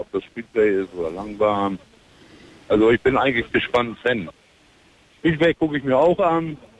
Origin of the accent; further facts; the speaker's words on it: Vechta, Lower Saxony, Germany; ich komme aus Vechta.